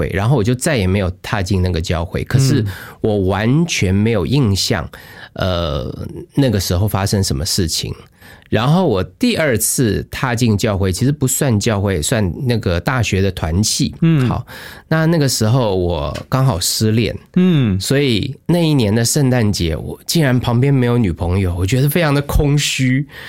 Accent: Taipei, Taiwan; 我的爸爸妈妈都是所谓的外省第二代，那我从小就在台北的东区长大，那我们家境还可以，小康。

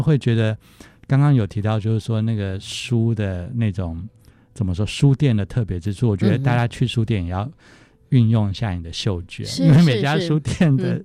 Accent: Taipei, Taiwan; 我小时候住在中孝东路四段我们家在那边开笔箱店

